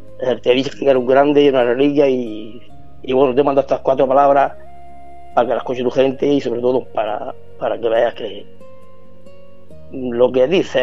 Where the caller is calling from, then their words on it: Huércal de Almería, Andalusia, Spain; de Huerca de Almería.